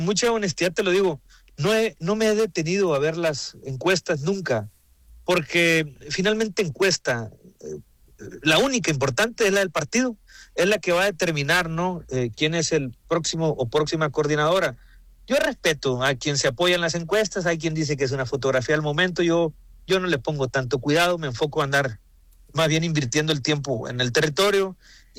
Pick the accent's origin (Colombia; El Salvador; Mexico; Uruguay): Mexico; La Reforma, Sinaloa; o vas para la Reforma de donde yo soy